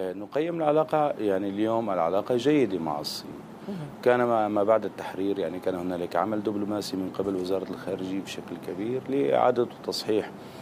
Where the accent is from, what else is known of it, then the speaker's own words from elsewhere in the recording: Syria; نحن كسوريين